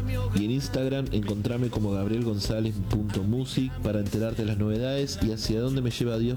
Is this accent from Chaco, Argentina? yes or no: no; Concepción del Uruguay, Entre Ríos, Argentina; soy músico católico de Concepción del Uruguay